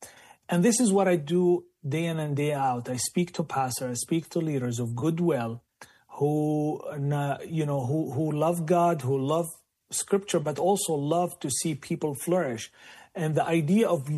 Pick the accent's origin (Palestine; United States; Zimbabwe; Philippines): Palestine; Bethlehem, West Bank; in my hometown, where I grew up, you know, Bethlehem is surrounded by three giant walls, and it's surrounded by a settlement.